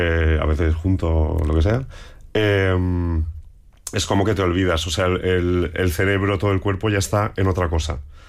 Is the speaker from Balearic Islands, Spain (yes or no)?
yes; Balearic Islands, Spain; moved away as an adult; now in Madrid, Spain; media vida fuera de casa, eso ya sí. O sea, porque yo me fui de Mallorca, pues hará unos 25 años, sí, más o menos. Sí, o alguno más. Y, o sea, ya llevo más tiempo fuera que en casa.